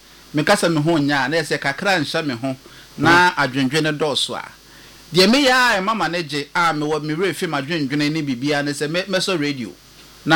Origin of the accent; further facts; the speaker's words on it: Ghana; But I'm also sitting here as a Ghanaian and someone who is on social media